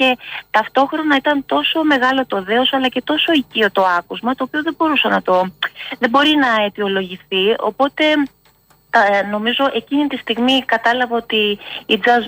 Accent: Drama, Eastern Macedonia and Thrace, Greece; εγώ είμαι από τη Δράμα

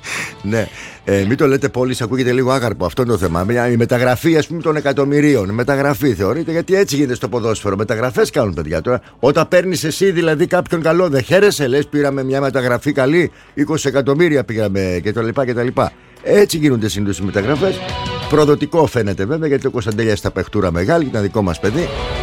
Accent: Greece; στο χωριό μου, Πιπεριά

